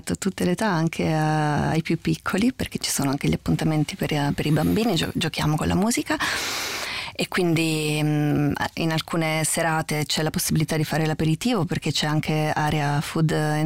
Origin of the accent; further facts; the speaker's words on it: Emilia-Romagna, Italy; moved away as an adult; also born or lived in Bologna; now in Rome, Italy; Io sono a Roma da 20 anni e in realtà sono nata a Roma, ma sono cresciuta nel Riminese. E quindi ho studiato recitazione a Bologna e sono arrivata a Roma 20 anni fa